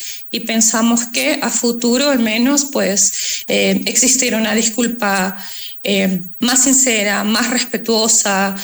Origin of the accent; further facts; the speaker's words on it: Esmeraldas, Ecuador; yo soy de Esmeraldas